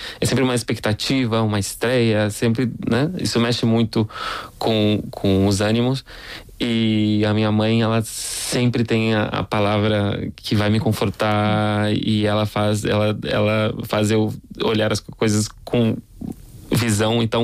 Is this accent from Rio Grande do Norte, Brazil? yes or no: no; Rio Grande do Sul, Brazil; eu sou do Rio Grande do Sul, né?